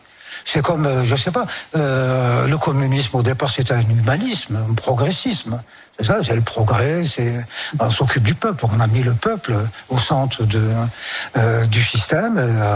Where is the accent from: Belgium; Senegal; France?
France; Non, je suis Français. Point.